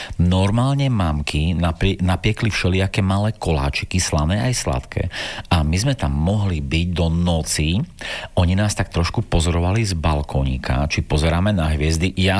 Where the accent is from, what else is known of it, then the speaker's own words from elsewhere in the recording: Bardejov, Prešov Region, Slovakia; o bytovke, v ktorej som vyrastal v Bardejove, o K5-ke.